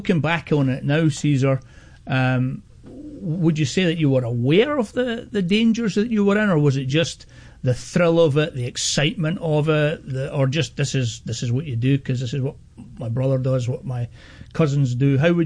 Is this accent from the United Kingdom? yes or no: yes; Scotland, United Kingdom; born there; baseball is an American sport, and I'm a Scot by nature, or by birth.